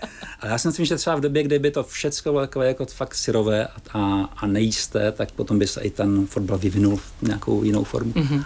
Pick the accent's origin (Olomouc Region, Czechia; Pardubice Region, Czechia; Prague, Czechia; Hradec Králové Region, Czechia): Pardubice Region, Czechia; Moravská Třebová; also born or lived in Svitavy / Ostrava; Rodné není, já jsem se narodil ve Svitavech v Porodnici a pak jsem žil v Moravské Třebové. Takže jsem vlastně spíš jakoby srdcem Moravskotřebovák, ale i Ostravák, kam jsem se stěhoval za tátou.